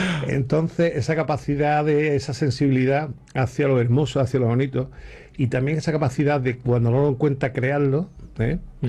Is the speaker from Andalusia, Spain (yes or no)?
yes; Andalusia, Spain